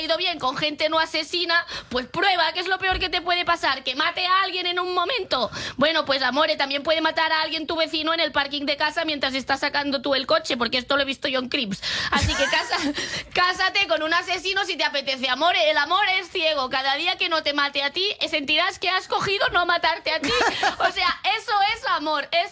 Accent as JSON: {"language": "Spanish", "region": "Andalusia", "country": "Spain", "said": "Aquí sí que soy andaluza."}